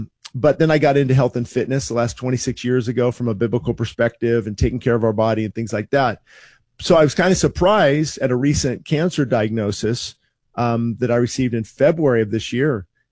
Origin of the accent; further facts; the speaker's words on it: California, United States; I was born obviously here in Southern California and haven't moved